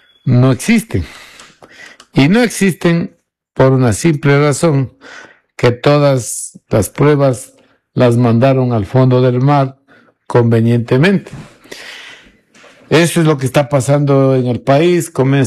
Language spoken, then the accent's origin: Spanish; Ecuador